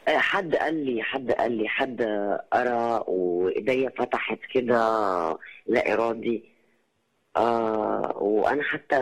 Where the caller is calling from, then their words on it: Egypt; أنا من مصر